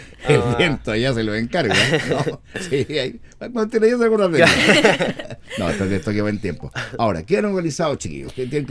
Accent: Chile; ¿Y qué nos identifica como chilenos?

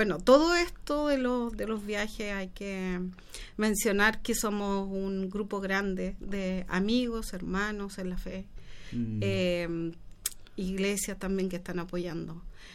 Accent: Talcahuano, Biobío, Chile; yo soy oriunda de Talcahuano. Fui criada en el Evangelio. Desde pequeña mi madre me llevó a la iglesia con raíces profundas de fe.

